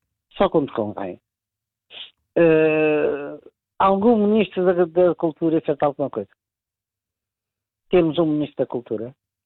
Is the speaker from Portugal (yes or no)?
yes; Portugal; born there